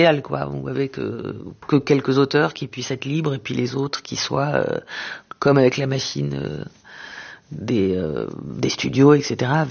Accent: Israel; born or raised there; moved away

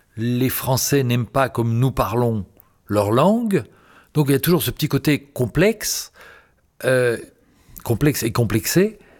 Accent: France; Je veux dire, en France, qu'est-ce qu'on en a à foutre de la francophonie ? Non, on est français, monsieur.

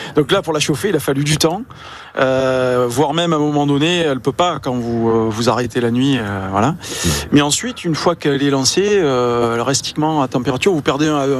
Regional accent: south of France, France; Eh oui, absolument. Ah, ouais. Je suis du Sud.

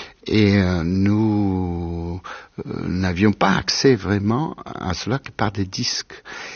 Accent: Colombia; moved away; il n'y avait pas de clavecin chez nous, en Colombie, à l'époque.

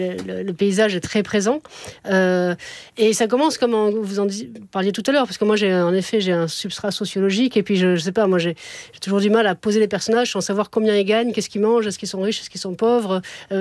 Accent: Montpellier, Occitanie, France; born there; Moi, je suis née à Montpellier, donc c'était un peu compliqué.

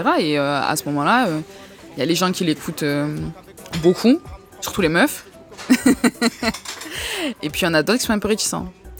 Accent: Marseille, Provence-Alpes-Côte d'Azur, France; Moi, déjà, de base, en tant que Marseillaise, on se prenait un mépris. Alors, d'autant plus quand on est une femme, parce qu'on nous rappelle au cliché de la cagole, quand on a un accent qui est fort.

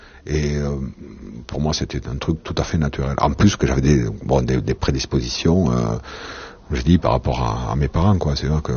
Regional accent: Lannemezan, Occitanie, France; Je suis des Pyrénées, je suis à côté de Tarbes, Lannemezan exactement.

